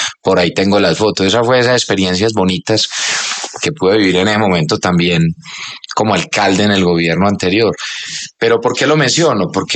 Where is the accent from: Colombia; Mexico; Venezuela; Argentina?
Colombia; tenemos las herramientas para salir adelante como colombianos.